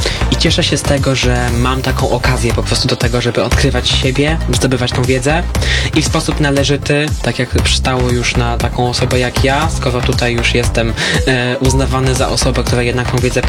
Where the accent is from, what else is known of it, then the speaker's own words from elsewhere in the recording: Łomża, Podlaskie Voivodeship, Poland; bo jestem Łomżyniakiem, wychowałam się w Łomży, tutaj się urodziłem, zatem uważam, że mimo wszystko to miasto cenię swoim takim szczególnym uczuciem, no bo jednak to jest moje miasto rodzinne